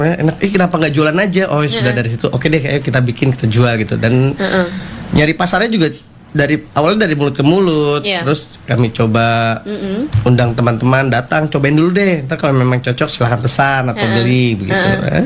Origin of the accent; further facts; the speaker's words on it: Jakarta, Indonesia; Kebetulan saya asli dari Jakarta.